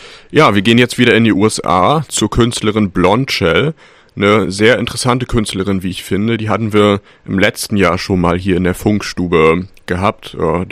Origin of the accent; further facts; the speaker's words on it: Germany; zumindest würde ich jetzt als Deutscher das als Baum aussprechen.